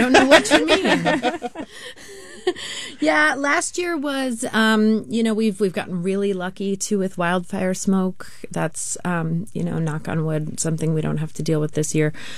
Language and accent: English; Lake Tahoe, United States; I mean, Lake Tahoe, I'm not complaining. Growing up in Lake Tahoe is a really fabulous thing. Don't get me wrong. But, you know, and yes, I was put on skis and all